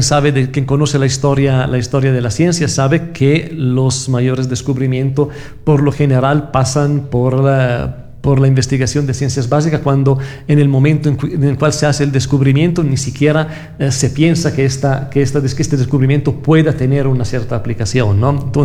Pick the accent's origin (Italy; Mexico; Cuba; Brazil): Italy; Spanish is a second language; moved away as an adult; now in Loja, Ecuador; yo soy de Italia. Y en el 2014 yo terminé mi postdoctorado en Italia